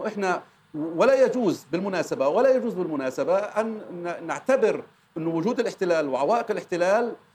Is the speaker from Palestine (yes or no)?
yes; Palestine; إحنا كمجتمع فلسطيني، كشعب فلسطيني